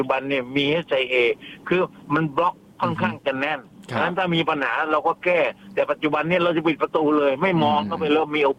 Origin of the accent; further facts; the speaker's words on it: Southern Thailand, Thailand; ผมยืนยันว่าผมเป็นคนใต้แล้วผมทำการเมืองก็ไม่รู้นี่ผมทำมา40ปีแล้ว